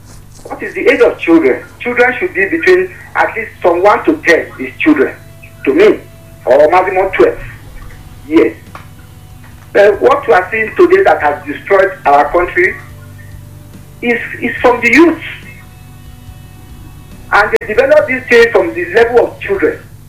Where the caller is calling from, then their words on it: Nigeria; our country called Nigeria